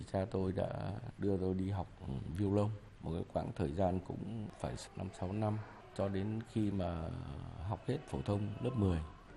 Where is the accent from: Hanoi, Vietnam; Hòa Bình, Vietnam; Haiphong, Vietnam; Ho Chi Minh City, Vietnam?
Hanoi, Vietnam; tôi thì được sinh ra và lớn lên tại Hà Nội, nhưng mà quê gốc thì ở Nam Định cũ, bây giờ là tỉnh Ninh Bình.